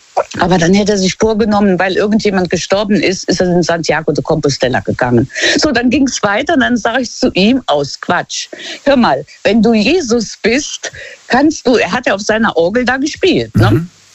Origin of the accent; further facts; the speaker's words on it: Luxembourg; und dieses Gemäldekaffee heißt das bei uns in Luxemburg